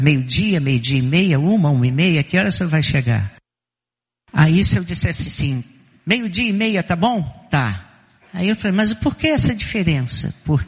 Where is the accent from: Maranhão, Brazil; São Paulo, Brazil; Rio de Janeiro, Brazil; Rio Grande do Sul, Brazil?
Rio de Janeiro, Brazil; moved away as an adult; also born or lived in Greater Porto Alegre; Fui criado no Rio de Janeiro, sou carioca, e fui começar meu primeiro ministério pastoral no sul do Brasil, na Grande Porto Alegre.